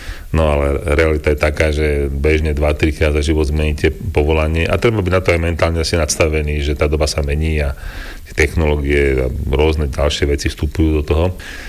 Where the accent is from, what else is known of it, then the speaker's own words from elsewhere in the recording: Modra, Bratislava Region, Slovakia; now in Banská Štiavnica, Slovakia; Ja som prišiel z Modry a manželka z Liptovského Mikuláša, ale spoznali sme sa na Prírodovedskej fakulte v Bratislave.